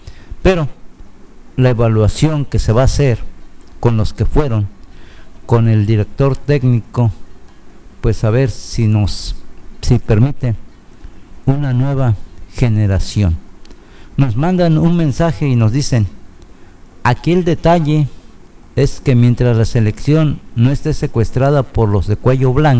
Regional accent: Mexico; ya nos regalaron algo que hace muchísimo no teníamos como mexicanos. Un país sonriendo al mismo tiempo.

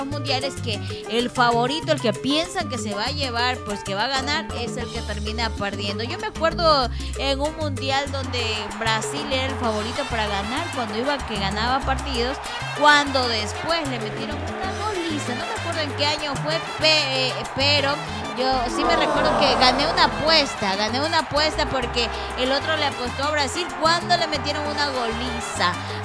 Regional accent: Ecuador; Así somos los ecuatorianos

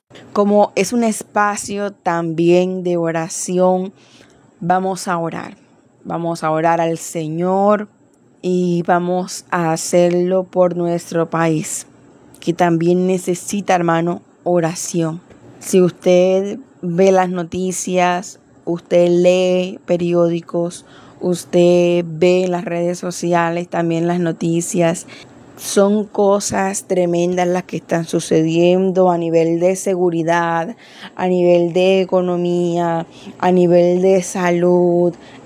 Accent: Colombia

